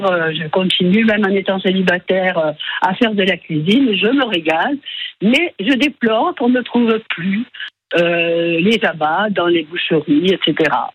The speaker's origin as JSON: {"language": "French", "town": "Nice", "region": "Provence-Alpes-Côte d'Azur", "country": "France", "said": "Je suis une vraie niçoise"}